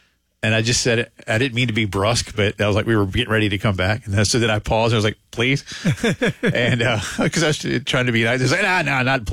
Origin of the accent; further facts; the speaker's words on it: the South, United States; moved away; I'm a Southerner, and I'm mm-hmm. in my 20s.